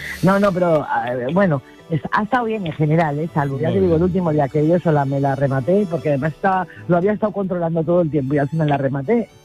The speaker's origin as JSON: {"language": "Spanish", "region": "Castilla-La Mancha", "country": "Spain", "said": "Cómo está el oreo, que diría en mi tierra."}